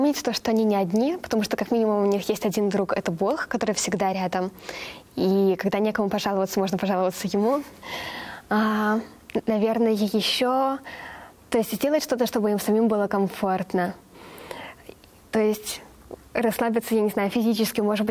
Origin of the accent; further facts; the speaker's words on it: Mexico; Russian is a second language; Да, был момент, что мы такие девушки из Мексики очень много ныли.